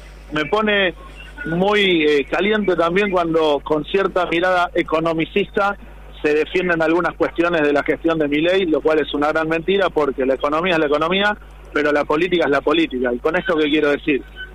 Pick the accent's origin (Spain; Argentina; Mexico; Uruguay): Argentina